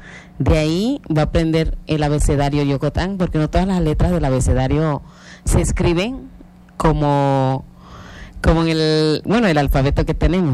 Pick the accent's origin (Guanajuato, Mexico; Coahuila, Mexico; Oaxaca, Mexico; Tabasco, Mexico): Tabasco, Mexico; Tecoluta; first language Yokot'an (Chontal Maya); Spanish is a second language; en nuestras comunidades, por ejemplo, el poblado Tecoluta de segunda sección, pues desde chiquito nos enseñan, allá no se habla el español. Ya el español lo fuimos aprendiendo en la escuela.